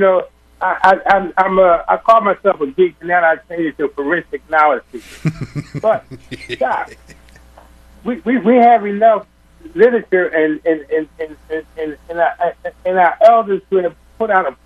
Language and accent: English; Philadelphia, Pennsylvania, United States; I'm born and raised in North Philly, man. I thank God that I was born and raised in North Philly